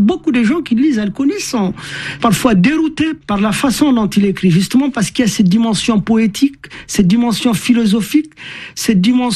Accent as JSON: {"language": "French", "country": "Mali", "tie": "born or raised there", "also_born_or_lived": "Nouakchott, Mauritania", "moved": "yes", "said": "Moi, je suis originaire du nord du Mali"}